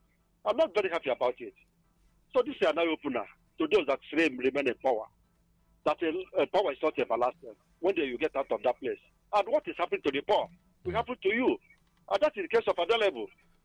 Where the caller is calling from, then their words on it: Anambra, Nigeria; I'm actually … I come from Obunka, the Anambra State.